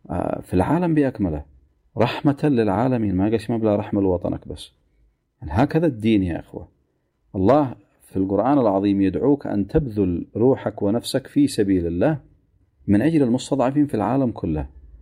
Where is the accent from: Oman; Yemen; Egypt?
Yemen; كنا كيمنيين مجهولين حتى عند أنفسنا